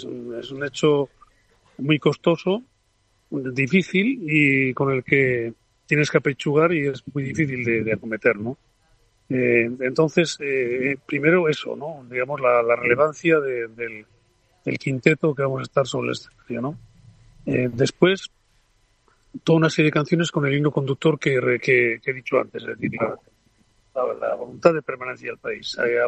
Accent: Basque Country, Spain; Venimos de Álava, ¿no?

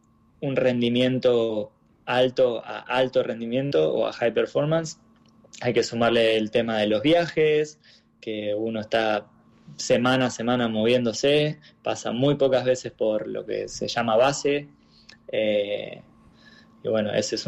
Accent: Trelew, Chubut, Argentina; moved away; soy argentino y puntualmente de Trelew. Tengo un orgullo muy grande por eso.

